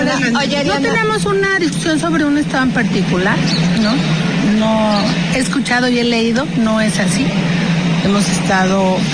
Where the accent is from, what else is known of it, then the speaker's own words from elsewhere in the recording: Mexico City, Mexico; como buena chilanga que somos